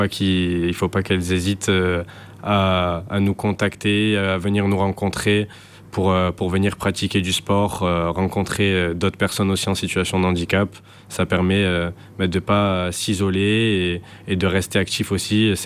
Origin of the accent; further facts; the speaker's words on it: Sète, Occitanie, France; born there; j'ai 22 ans, je suis né à Sète